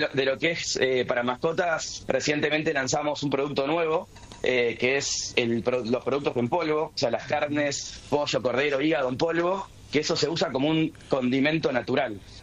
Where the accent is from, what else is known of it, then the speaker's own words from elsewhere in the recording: Mar del Plata, Buenos Aires Province, Argentina; De hecho, yo soy de Mar del Plata y él, entiendo que de Córdoba.